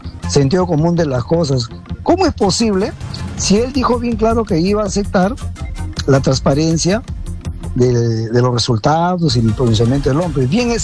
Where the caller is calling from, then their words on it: Lima, Peru; De San Martín de Porres